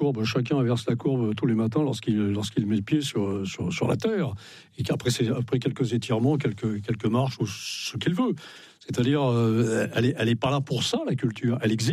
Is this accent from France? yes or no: yes; Brittany, France; c'est pas parce que je suis breton que je ne fais pas partie. Nous avons été vassalisés par l'histoire de France, mais bretons malgré nous.